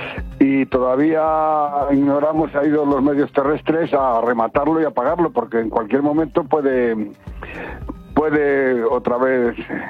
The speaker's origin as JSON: {"language": "Spanish", "town": "Tamajón", "region": "Castilla-La Mancha", "country": "Spain", "tie": "born or raised there", "said": "la gente de mi pueblo muy preocupada, ya poniéndose nerviosa, porque no podemos ver hay tres pedanías de Tamajón que están evacuadas"}